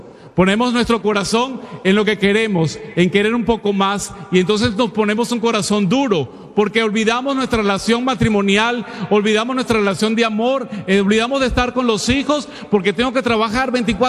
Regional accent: Caracas, Capital District, Venezuela; Yo vengo de Caracas, de una familia, mi papá pues trabajador, mi mamá una operadora de la compañía de teléfonos.

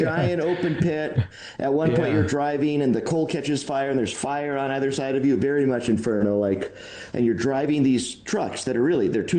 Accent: Casper, Wyoming, United States; I'm born in Wyoming, third generation.

